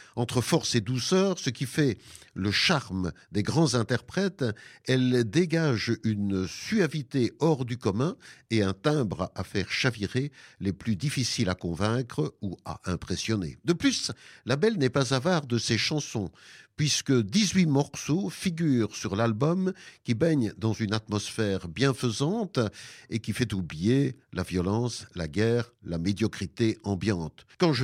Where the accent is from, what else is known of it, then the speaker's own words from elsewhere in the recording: Belgium; ici chez nous en Belgique